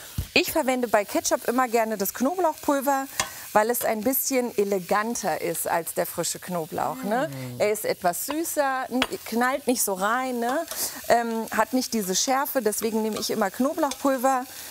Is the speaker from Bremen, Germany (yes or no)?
no; Berlin, Germany; Ich bin ja Berlinerin. Das ist genetisch, dass wir Currywurst lieben.